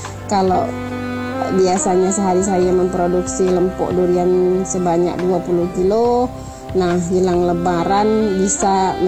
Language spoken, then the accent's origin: Indonesian; Riau, Indonesia; born there; Sama seperti daerah kelahiran saya di Riau, di sana dinamakan lempok durian.